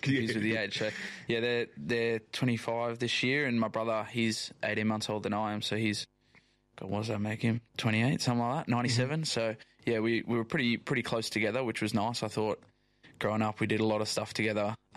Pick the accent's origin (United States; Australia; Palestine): Australia; moved away as an adult; now in England; So we done like sort of the complete flip where she came over and stayed in Australia when she was 18, and I sort of did the opposite when I finished school, went over to England and unintentionally stayed there